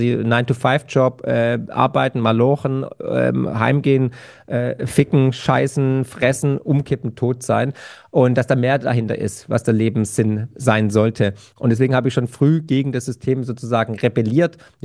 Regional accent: Germany; weil ich da als Deutscher natürlich völlig Exot war

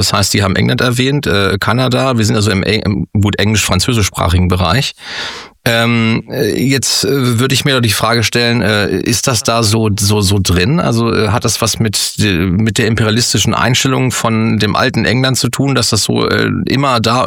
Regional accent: Germany; Also ein Thema, wo mir als Deutscher wirklich das kalte Nacken runterläuft und mir alle Nackenhaare zu Berge stehen.

